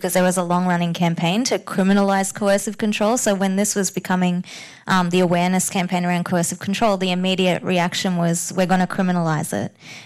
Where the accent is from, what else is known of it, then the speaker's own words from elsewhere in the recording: Queensland, Australia; Because in, like, I'm from Queensland, the police, we've just had an inquiry into racial and rhetoric and thinking in the Queensland police.